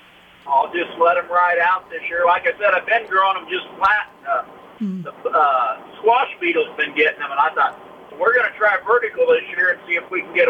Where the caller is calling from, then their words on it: Marysville, Kansas, United States; from Marysville.